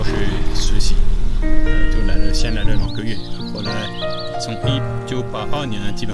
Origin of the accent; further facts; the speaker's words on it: France; Chinese is a second language; moved away as an adult; now in China; 第一次是1980年到中国来，那时候是实习，就来了，先来了2个月，后来从1982年基本上就是长期